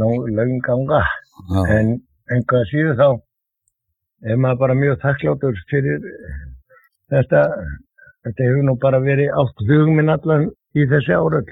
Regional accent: Reykjavík, Capital Region, Iceland; Já, ég er fæddur á uppalinn í Klefsóttinu

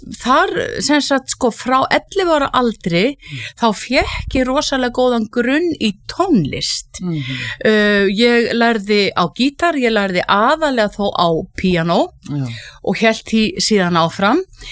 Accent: Hvolsvöllur, Southern Region, Iceland; ég er fædd og uppalinn í Rangavallasýslunni og að mestu leiti á Hvolsvelli.

